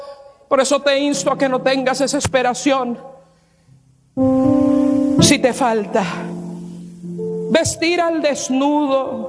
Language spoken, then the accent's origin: Spanish; Puerto Rico; born there; Nací ciudadana americana, nací en Puerto Rico, donde es territorio americano, y tuve que agarrar mis maletas solamente y llegar aquí el día que decidí comprar el tiquete y llegar.